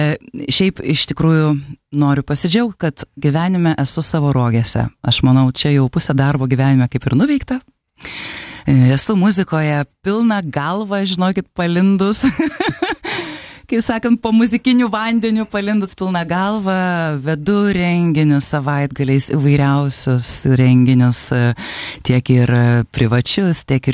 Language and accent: Lithuanian; Kaunas, Kaunas County, Lithuania; now in Vilnius, Lithuania; atsikraustėm į Vilnių, nors aš esu iš Kauno.